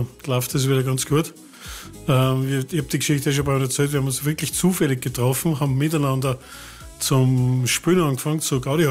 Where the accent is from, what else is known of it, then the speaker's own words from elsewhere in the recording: Leoben, Styria, Austria; born there; Also ich bin einmal wahrscheinlich der Steirer, ich bin geboren in Leoben.